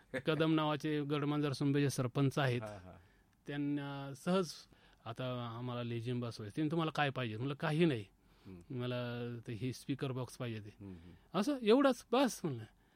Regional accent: Pimpalgaon Malvi, Maharashtra, India; moved away as an adult; माझं गाव पिंपळाव माळवी 18 पगड जाती

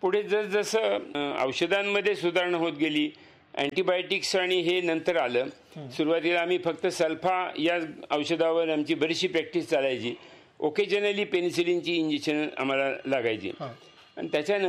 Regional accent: Ahmednagar, Maharashtra, India; born there

